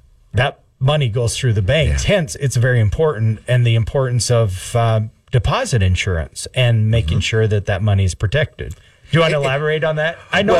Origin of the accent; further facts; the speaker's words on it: Idaho, United States; now in South Dakota, United States; my home state of Idaho